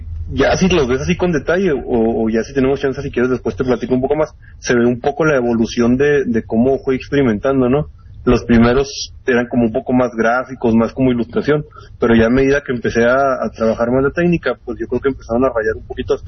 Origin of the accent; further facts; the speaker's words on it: Delicias, Chihuahua, Mexico; born there; moved away; Yo soy nacido allá en Delicias